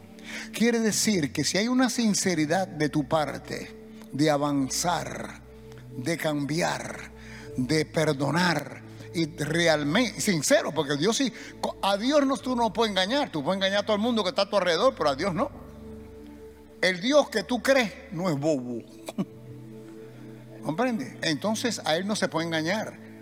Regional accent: Cuba; Tienes que ser cubano para saber eso. Y yo soy cubano y ni sé quién es Chacumbele.

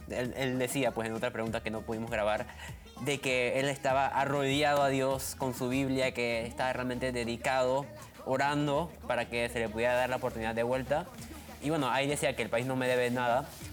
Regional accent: Panama; somos panameños

